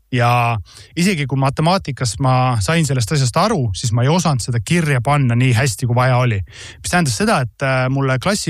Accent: Tallinn, Harju County, Estonia; born there; 7. klassis, kui ma õppisin Tallinna Saksa gümnaasiumis, ma läksin õppima saksa keelsesse osakonda.

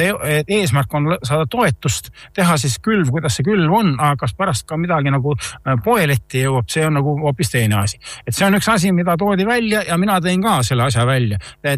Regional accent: Naviküla, Võru County, Estonia; mina olen Naviküla inimene Võrumaalt. Ja Naviküla ja meie kant on väga suur selline köögivilja, kas on see kant.

